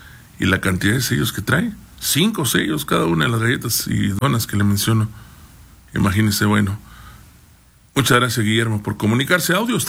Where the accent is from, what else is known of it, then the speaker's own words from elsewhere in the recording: Mexico; somos todos México, mexicanos